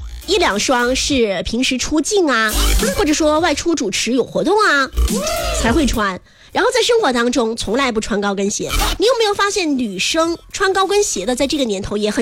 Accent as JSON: {"language": "Chinese", "region": "Sichuan", "country": "China", "said": "在我们四川话叫皮鞋"}